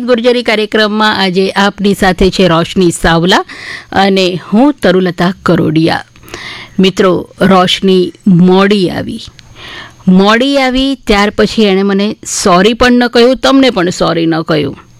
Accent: Gujarat, India; અરે ભાઈ હું ગુજરાતી છું, સીધે સીધી વાત ન કરું

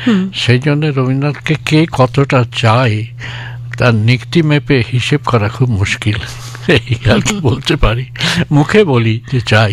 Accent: East Bengal, Bangladesh; আমি তো পূর্ব বাংলার দূর প্রান্তের একটা গ্রামে জন্মেছি

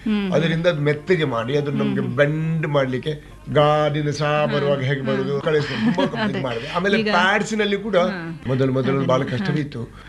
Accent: Karnataka, India; ಮೂಲತಃ ನಾನು ಬಾಣೆ ಮಂಗಳೂರಿನ ಹತ್ತಿರ ಬಂಟ್ವಾಳ ತಾಲೂಕಿನಲ್ಲಿ ಗ್ರಾಮ ಅಲ್ಲಿ ಯಾವುದೇ ಸೌಕರ್ಯಗಳಿಲ್ಲ. ನಡ್ಕೊಂಡು ಹೋಗ್ಬೇಕು ಪೇಟೆಯಿಂದ 5-6 kilometers ನಡ್ಕೊಂಡು ಹೋಗಿದ್ದು.

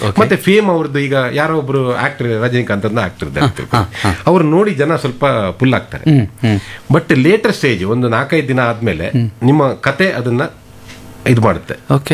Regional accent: Karnataka, India; ನಮ್ಮ ಆರಾಧ್ಯ ದೈವ ಮನೆಯಲ್ಲಿ, ಎಲ್ಲರ ಮನೆಯಲ್ಲಿ ನಾರ್ಮಲ್ ಆಗಿ ಸೌತ್ ಕೇಂದ್ರದಲ್ಲೆಲ್ಲ ಈ ಆರಾಧ್ಯ ದೈವ ಕೊರಗಜ್ಜ.

